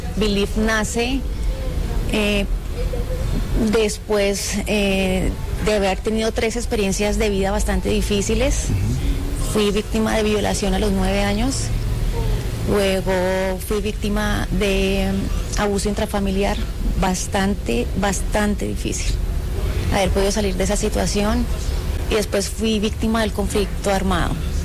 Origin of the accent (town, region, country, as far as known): Colombia